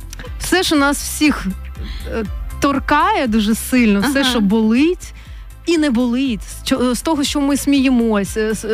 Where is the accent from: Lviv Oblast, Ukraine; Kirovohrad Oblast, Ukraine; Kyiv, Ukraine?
Kyiv, Ukraine; Я корінна киянка. Причому я така киянка, що мій прадідусь був ректором училища Глієра.